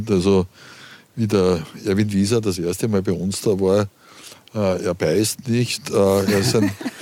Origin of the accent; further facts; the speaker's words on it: Graz, Styria, Austria; die Leidenschaft, das ist der Fußball, in dem Fall der GAK als Grazer